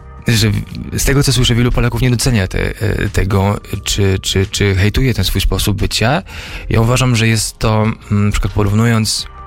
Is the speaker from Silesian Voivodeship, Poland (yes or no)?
yes; Bielsko-Biała, Silesian Voivodeship, Poland; born there; Ja urodziłem się w ogóle na południu Polski, w Bielsku-Białej. Też mieszkałem jakiś tam dłuższy okres w Polsce.